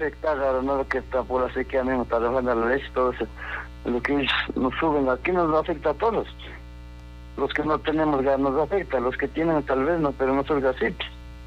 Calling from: Cotopaxi, Ecuador

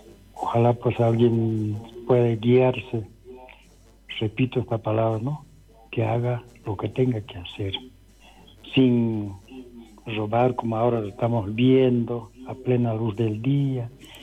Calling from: Bolivia; Pero somos los bolivianos de buenas decisiones.

